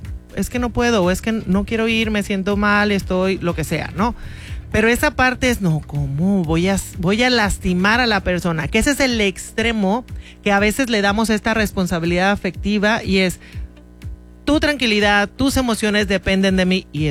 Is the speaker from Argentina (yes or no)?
no; Mexico; como mexicanos no sabemos poner límites.